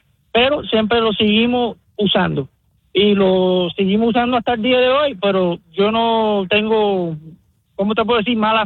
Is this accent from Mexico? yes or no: no; Florida, United States; now in Atlanta, United States; De Florida. Nosotros somos original de Florida.